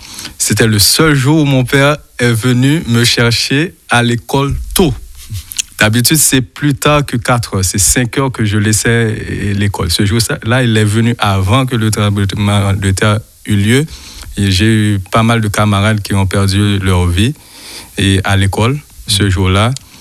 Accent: Port-au-Prince, Ouest, Haiti; moved away as an adult; now in Marseille, France; Je suis haïtien, donc je suis né à Port-au-Prince et j'ai fait des études de droit. Donc j'ai eu ma licence en Haïti et j'ai commencé à travailler en Haïti.

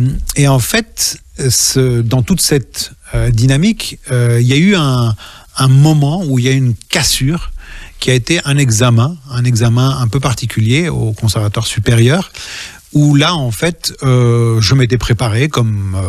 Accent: Madagascar; parce que je venais de Madagascar, que je n'avais jamais entendu ce genre de musique, j'ai ouvert grand les yeux.

